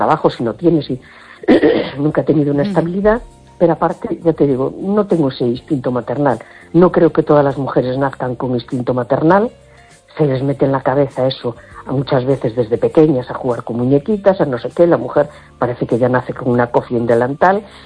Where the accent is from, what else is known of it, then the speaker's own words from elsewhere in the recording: A Coruña, Galicia, Spain; Perdón, ay … de la Coruña.